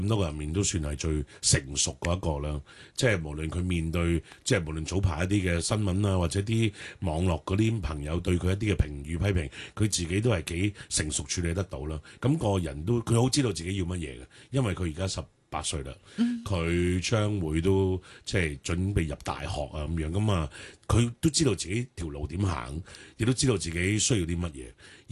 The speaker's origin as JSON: {"language": "Cantonese", "town": "Chaozhou", "region": "Guangdong", "country": "China", "said": "虽然我系潮州人，虽然我都系家庭观念同埋传统观念都几重嘅一个男人"}